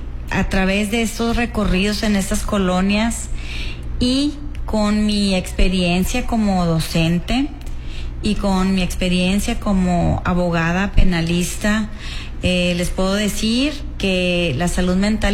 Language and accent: Spanish; Piedras Negras, Coahuila, Mexico; Sí, claro, aquí en mi ciudad, donde yo nací, que me vio crecer